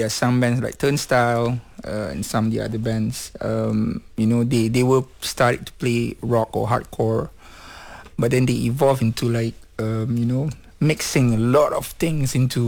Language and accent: English; Kajang, Selangor, Malaysia; Yeah. Actually, Kajang is my hometown.